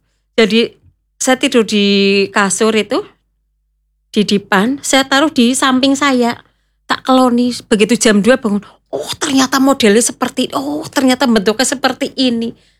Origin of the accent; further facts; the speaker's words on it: Purbalingga, Central Java, Indonesia; Saya dari Purbalingga